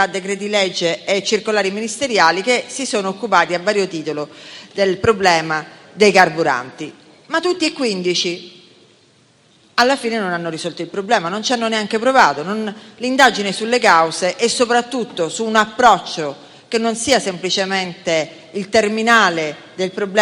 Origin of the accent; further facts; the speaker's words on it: Sicily, Italy; Io sono un'isolana, sono siciliana